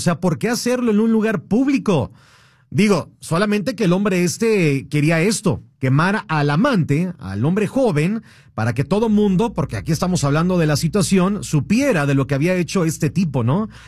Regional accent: Mexico; como buenos mexicanos que somos

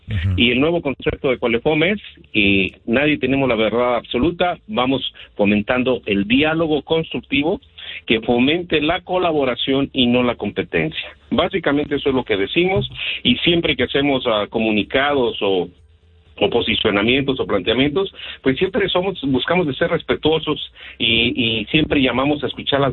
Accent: Mexico; ni siquiera nos sientan en la mesa como comunidad mexicana migrante para que escuchen nuestra posición. Sí, entonces es un extrañamiento para directo a nuestra presidenta y a nuestros legisladores.

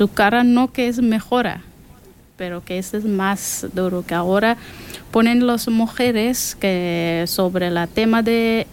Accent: Afghanistan; born or raised there; Spanish is a second language; moved away as an adult; now in Pamplona, Spain

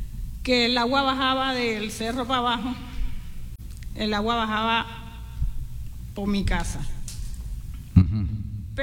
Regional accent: Flamenco, Bolívar, Colombia; Yo vengo de Flamenco.

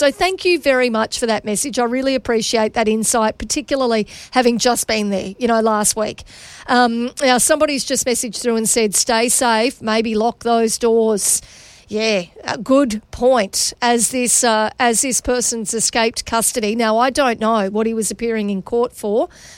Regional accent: Mount Isa, Queensland, Australia; growing up in Mount Isa

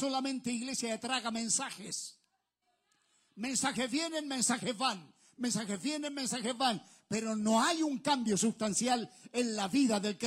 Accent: Chile; un guaso, le decimos allá en Chile

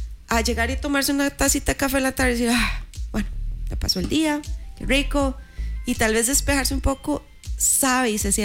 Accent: Costa Rica; yo sé que como ticos tenemos el dicho

